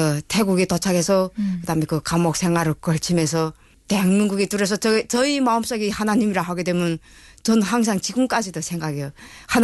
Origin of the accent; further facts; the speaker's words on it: North Hamgyong, North Korea; 한나산부터 우리 한북도까지 한북도가 제일 끝이니까